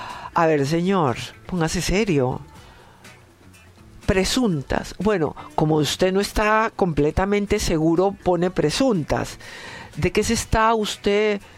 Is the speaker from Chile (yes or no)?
no; Peru; siendo peruanos, ¿no?